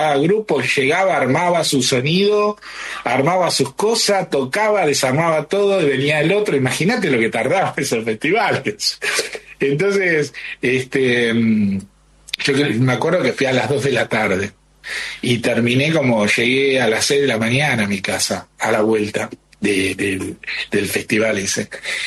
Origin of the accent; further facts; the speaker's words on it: Caseros, Buenos Aires Province, Argentina; born there; nací en Caseros, soy de conurbano, así que, pero este, el Tapial, es un poco más adentro, también un conurbano más profundo que el lugar donde yo vivía. Y yo tenía 14